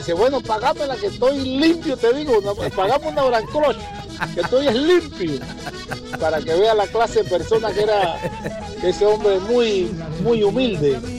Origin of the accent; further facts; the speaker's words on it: Chitré, Herrera, Panama; soy oriundo de Herrera, de la Arena Chitré.